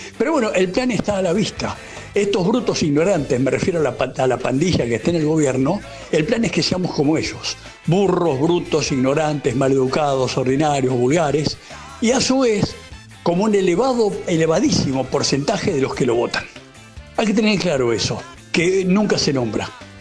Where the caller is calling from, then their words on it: Buenos Aires, Argentina; de Pompeya, un oyente habitual.